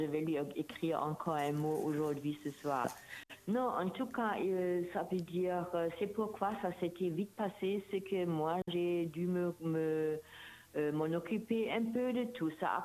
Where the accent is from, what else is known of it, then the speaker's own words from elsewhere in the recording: Germany; moved away as an adult; now in Rodrigues, Mauritius; Je suis déjà depuis 29 ans à Rodrigue et je viens de l'Allemagne.